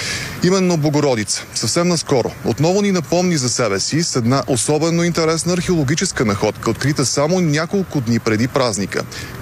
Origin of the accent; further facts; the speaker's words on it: Varna, Varna Province, Bulgaria; честит празник на всички нас варненци.